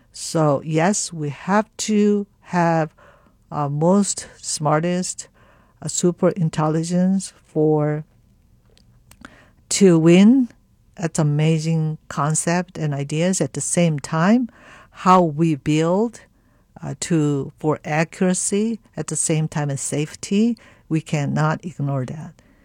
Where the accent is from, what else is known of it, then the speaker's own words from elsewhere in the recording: United States; who we are as American